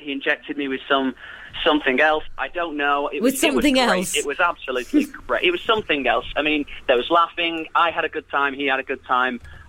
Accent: England, United Kingdom; I'm English

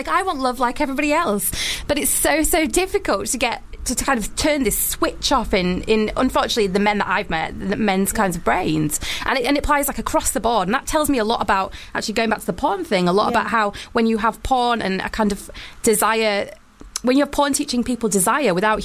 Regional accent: Wakefield, Yorkshire and the Humber, United Kingdom; I'm from Wakefield. Okay. Yeah, Wakey. My accent's changed a little bit.

